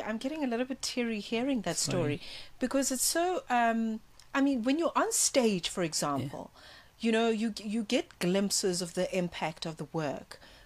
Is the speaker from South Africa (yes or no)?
yes; Johannesburg, Gauteng, South Africa; Soweto, I'm from Soweto.